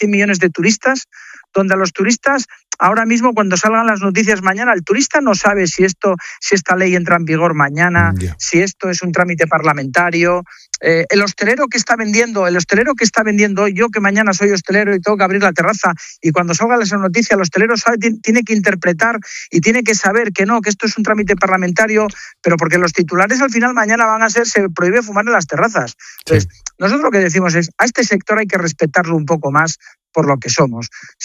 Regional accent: Asturias, Spain; bueno, piensen, yo soy de Asturias, piensen en Asturias, con la climatología que tenemos

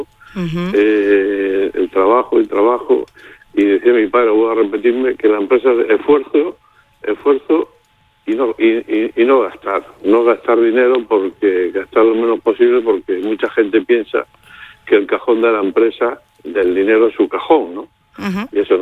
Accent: Malpartida, Extremadura, Spain; Y bueno, dicen también en mi pueblo, en Malpartida, no es mi caso, pero dicen en mi pueblo en Malpartida que aquel que decía que cuanto más doy, más tengo.

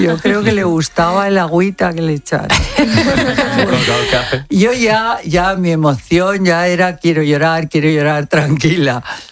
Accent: Spain; ¿cómo no lo voy a ver si soy española a muerte contra los argentinos?

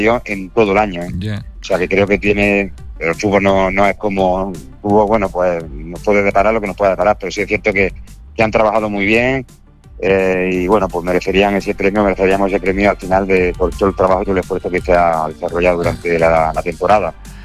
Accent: Granada, Andalusia, Spain; en mi tierra, en mi Granada

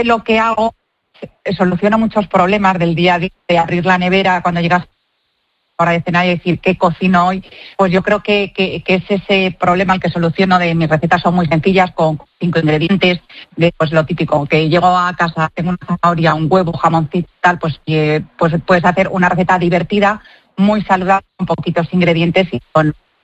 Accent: Villares del Saz, Castilla-La Mancha, Spain; also born or lived in Madrid; yo para mí lo que considero casa es mi pueblo, Villares del Saz, porque aunque no he nacido allí, o sea, no he nacido en Cuenca, porque a mi madre le pilló en Madrid

